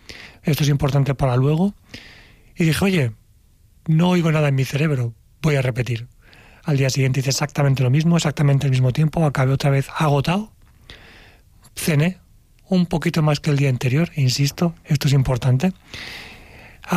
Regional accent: Valencia, Valencian Community, Spain

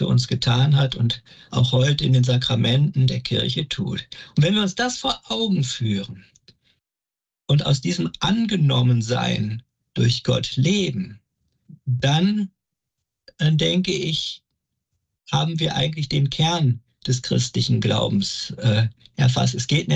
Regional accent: Wesel, North Rhine-Westphalia, Germany; komme gebürtig aus der Pfarrei Herz Jesu in Wesel

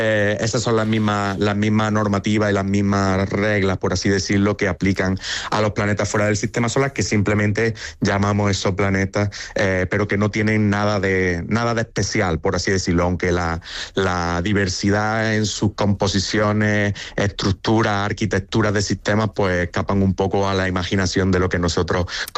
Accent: Andalusia, Spain; moved away as an adult; yo siempre quise volver a casa, volver a mi tierra en Andalucía para convertirme en investigador profesional y bueno, desde agosto he podido hacerlo

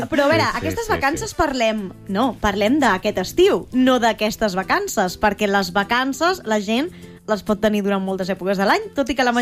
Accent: Caldes de Montbui, Catalonia, Spain; Sí, soc de Caldes de Montbui, per tant, allà ho tenim al costat de casa.

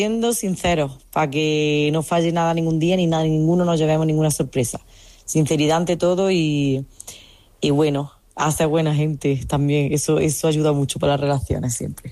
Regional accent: Granada, Andalusia, Spain; Hola, lunática. … de Granada

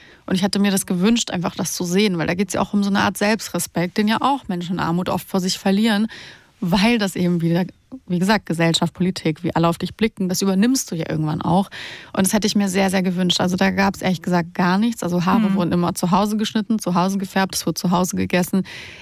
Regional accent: Romania; wir kommen ja zum Teil aus Rumänien und wer sich da auskennt, weiß, dass Rumänien lange keinen Kaffee hat

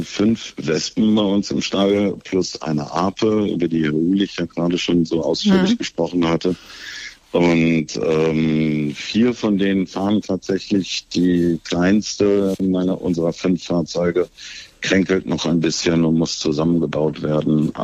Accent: North Rhine-Westphalia, Germany; born or raised there

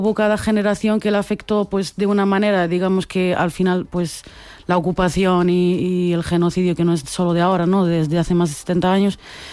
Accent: Santiago de Compostela, Galicia, Spain; born there; nací en Santiago de Compostela, pero fue donde migró mi familia.

